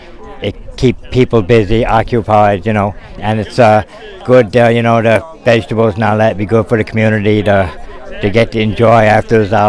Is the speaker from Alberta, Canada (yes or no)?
no; St. John's, Newfoundland and Labrador, Canada; I grew up on Single Hill